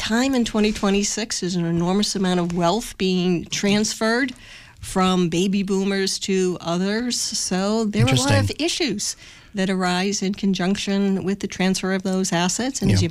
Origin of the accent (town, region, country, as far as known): Framingham, Massachusetts, United States; born or raised there